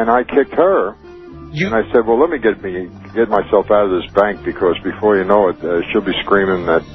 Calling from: Myrtle Beach, South Carolina, United States; I'm from Myrtle Beach.

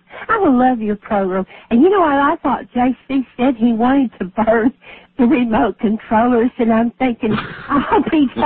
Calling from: Shreveport, Louisiana, United States; I'm calling from Shreveport, Louisiana, and whenever we get your program, it's midnight Central Time.

